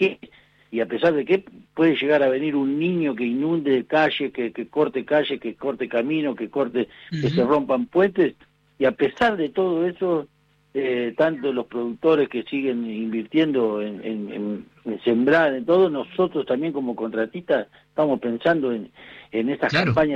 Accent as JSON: {"language": "Spanish", "country": "Argentina", "said": "el argentino somos esto"}